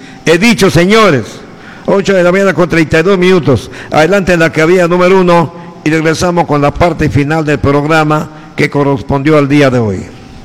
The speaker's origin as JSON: {"language": "Spanish", "country": "Peru"}